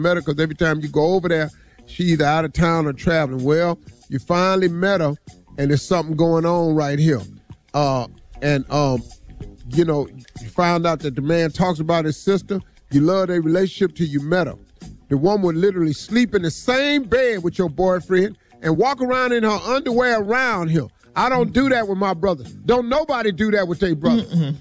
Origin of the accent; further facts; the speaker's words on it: Welch, West Virginia, United States; I grew up in Welch, West Virginia.